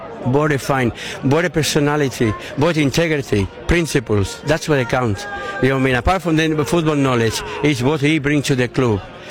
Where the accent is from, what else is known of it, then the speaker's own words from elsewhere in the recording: Billingham, North East England, United Kingdom; I'm from Billingham.